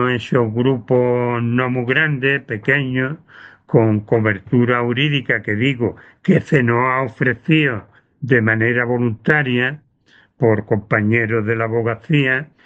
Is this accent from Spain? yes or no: yes; Spain; hablo de España, el grupo español